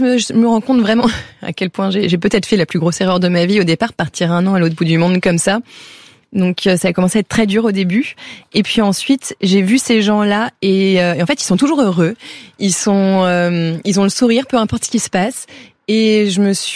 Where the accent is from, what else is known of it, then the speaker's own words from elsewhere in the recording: France; moved away as an adult; now in Mexico; comme je suis une Française